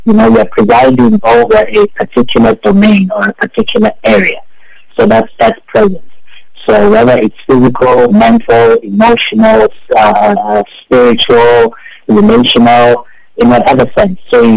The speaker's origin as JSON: {"language": "English", "town": "George", "region": "Western Cape", "country": "South Africa", "tie": "born or raised there", "moved": "as an adult", "lives_now": "Pretoria, South Africa", "said": "I actually grew up in George. I was born in the Cape, just close to Kaapstad, and I grew up in George. And I went to high school and varsity in George, and then I left George, moved to Cape Town, from Cape Town, moved to Pretoria. So I'm a Georgian."}